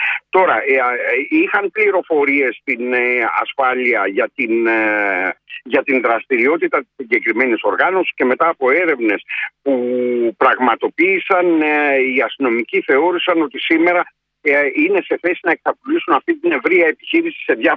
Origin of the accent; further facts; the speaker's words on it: Western Greece, Greece; στην πατρίδα μου, στην Αχαΐα